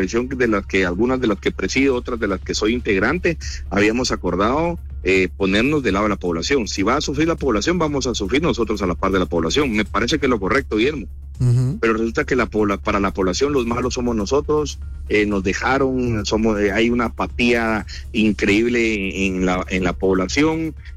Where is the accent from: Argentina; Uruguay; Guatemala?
Guatemala; todo lo que todos los guatemaltecos consumen lo consumo yo, no compro cosas extraordinarias, soy un guatemalteco común y corriente.